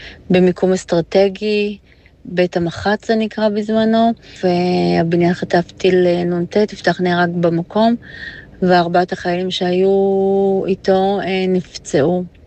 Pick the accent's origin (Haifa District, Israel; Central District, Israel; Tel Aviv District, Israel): Haifa District, Israel; Haifa; אנחנו חיפאים